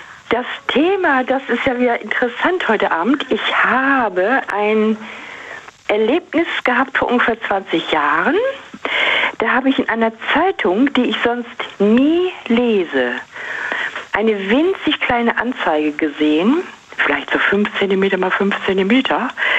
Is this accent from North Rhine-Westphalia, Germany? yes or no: yes; Vlotho, North Rhine-Westphalia, Germany; Ich bin also praktisch wieder zurückgegangen, mhm, so einen Schritt in meine Heimat und habe mich da sau wohl gefühlt, auch wenn ich die Stadt Floto, da bin ich ab und zu mal reingefahren in die Stadt Floto, wo ich auch meine Jugend verbracht habe